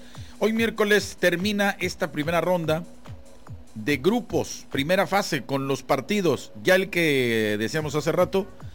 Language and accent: Spanish; Colombia; Mi pueblo natal, vamos, Colombia, usted debe ganar, amigo, usted colombiano.